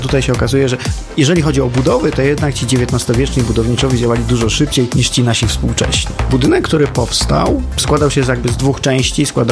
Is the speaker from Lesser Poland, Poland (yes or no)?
yes; Kraków, Lesser Poland, Poland; my z Krakowa go znamy przede wszystkim z kamienic